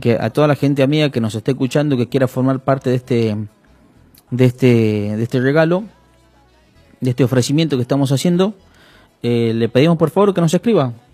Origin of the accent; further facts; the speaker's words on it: Tucumán, Argentina; nosotros como tucumanos